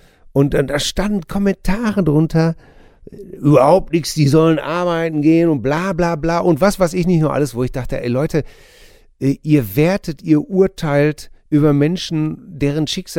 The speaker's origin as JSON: {"language": "German", "town": "Hamm", "region": "North Rhine-Westphalia", "country": "Germany", "tie": "born or raised there", "said": "Ich mache jedes Jahr hier in Hamm, in meinem Heimatort, ein Benefizkonzert für die Charity-Organisation Herzenswünsche."}